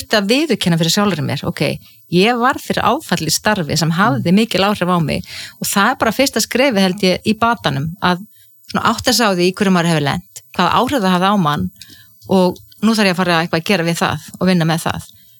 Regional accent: Ísafjörður, Westfjords, Iceland; ég alveg upp á Ísafirði þar sem voru 10 sjóslys og menn drukknuðu

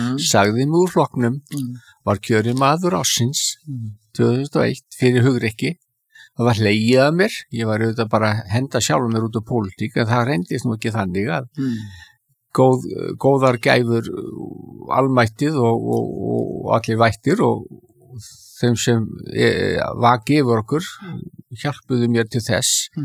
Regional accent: Reykjavík, Capital Region, Iceland; Ég er alinn upp í Skaftahlíðinni sem er mitt og milli þessa gamla framvallar og valsvallarins undir æsku hlíðinni.

